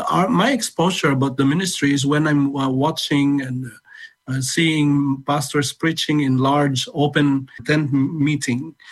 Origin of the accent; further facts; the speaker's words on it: Philippines; now in Brighton, United Kingdom; Well, growing up in the Philippines in my time, this was about 1970s, 80s, in terms of church life, it's very exciting